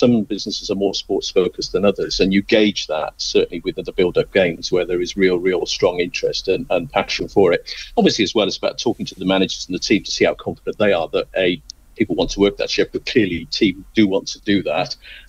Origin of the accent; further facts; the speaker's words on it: Cardiff, Wales, United Kingdom; from Cardiff, my hometown. I'm a sort of sad Welshman